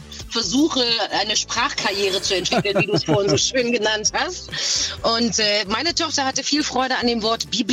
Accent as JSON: {"language": "German", "town": "Achim", "region": "Lower Saxony", "country": "Germany", "said": "Genau, ich bin aus Achim, bin auch gerade zurückgekommen nach Achim."}